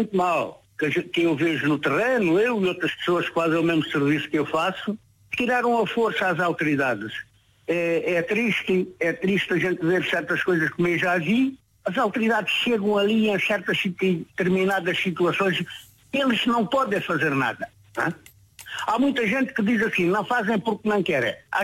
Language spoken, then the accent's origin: Portuguese; Faro, Algarve, Portugal; also born or lived in Saboia; Eu não sou de Lolé, eu sou alentejano.